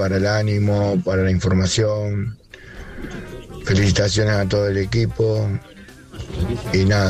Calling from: Formosa, Argentina; de Formosa, trabajando en aplicación.

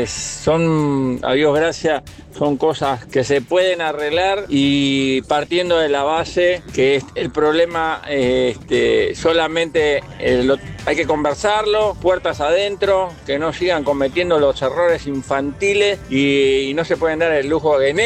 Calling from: Lanús, Buenos Aires Province, Argentina

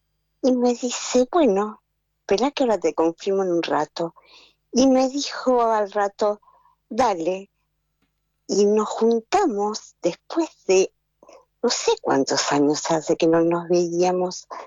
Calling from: Berisso, Buenos Aires Province, Argentina; yo vivo en Berisso

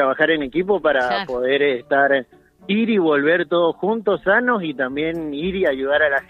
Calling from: Mendoza, Argentina; De Mendoza, acá de Ciudad.

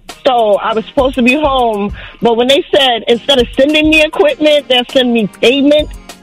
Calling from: New York City, New York, United States; I'm calling from Brooklyn.

